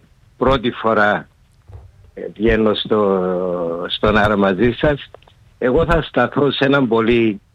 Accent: London, United Kingdom; now in Cyprus; εγώ μεγάλωσα στο Χάιπουρι, δίπλα μου το Χάιπουρι, μέσα και έξω.

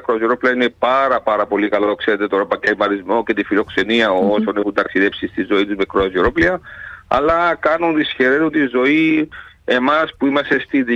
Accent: Cyprus; είμαστε μια χώρα, μια πατρίδα, η οποία είναι με τον Τούρκο εισβολέα, έτσι μια χώρα μικρή και σκλαβωμένοι κατά το ίμιση.

